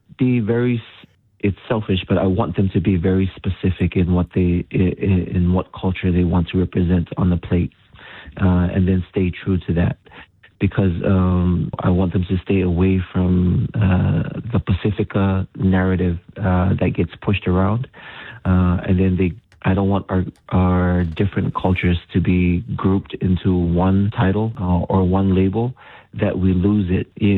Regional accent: Samoa; born or raised there

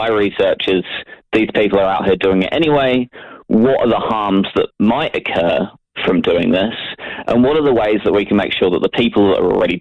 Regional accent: New Zealand; speaking from my own perspective as a Kiwi European.

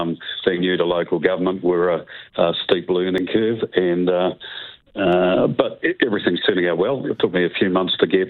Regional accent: Westport, West Coast, New Zealand; moved away as an adult; also born or lived in Christchurch; I moved back to Westport. I was born and bred in Westport, went to Christchurch for 30 years, transferred over there, but was back on the coast two or three times a month. I came back

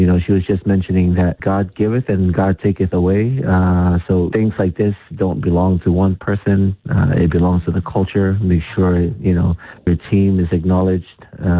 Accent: Samoa; moved away; The umu in Samoa is pretty much where we grew up in Umukuka.

